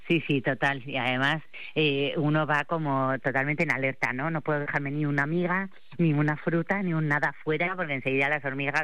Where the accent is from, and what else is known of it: Spain